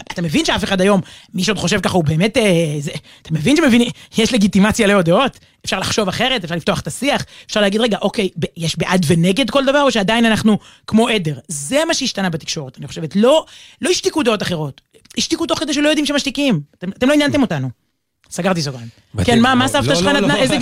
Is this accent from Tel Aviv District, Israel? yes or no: yes; Tel Aviv, Tel Aviv District, Israel; also born or lived in Jerusalem; ברחוב קלאוזנר 14, רמת אביב, גדלתי שם. כשלא הייתי שם, הייתי ברחוב תורה מציון בירושלים.